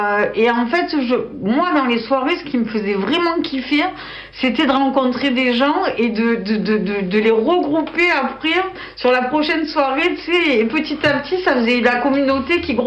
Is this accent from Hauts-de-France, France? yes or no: no; Istres, Provence-Alpes-Côte d'Azur, France; born there; J'étais istrienne, je suis née à Istres.